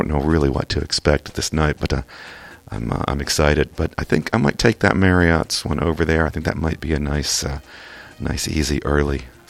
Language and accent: English; England, United Kingdom; also born or lived in Kentucky, United States; You can't tell from my accent, but I did grow up in England before living various other places, and after learning to speak in Kentucky, that's why this is what you hear.